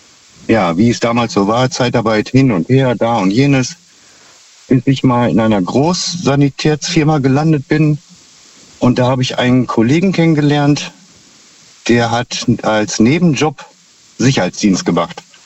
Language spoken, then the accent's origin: German; Minden, North Rhine-Westphalia, Germany